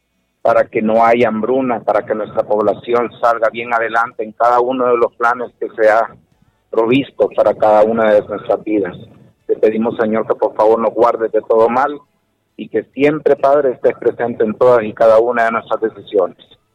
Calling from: Honduras; como pueblo hondureño

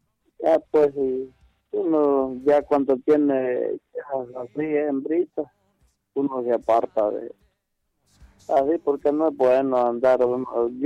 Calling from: San Miguelito, Honduras; Pues aquí de San Miguelito

